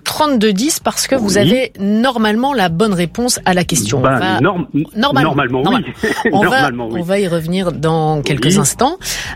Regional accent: Quimperlé, Brittany, France; moved away; j'ai passé toute mon enfance là-bas, on s'en fiche, mais à Quimperlé.

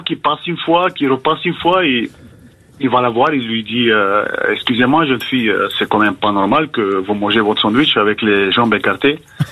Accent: Bulgaria; first language Bulgarian; French is a second language; Voilà. Mais je ne suis pas sofiote, je suis de l'autre côté

